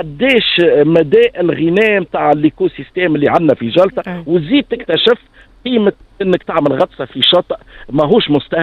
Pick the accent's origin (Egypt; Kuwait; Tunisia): Tunisia; احنا كتوانسه